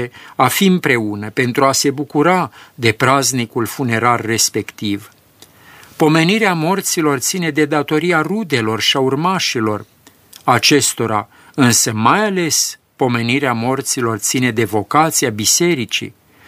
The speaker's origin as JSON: {"language": "Romanian", "region": "Maramureș County", "country": "Romania", "tie": "born or raised there", "moved": "yes", "said": "la mine în sat, de unde sunt eu din Maramureș"}